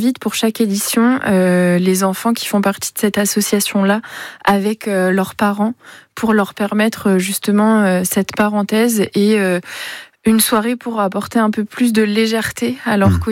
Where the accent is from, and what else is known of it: Mayenne, Pays de la Loire, France